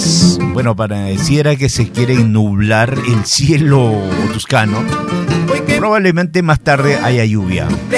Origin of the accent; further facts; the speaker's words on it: La Libertad, Peru; somos peruanos, peruanos, liberteños. A mucha honra de una provincia hermana de la provincia de Otuzco, Santiago de Chuco.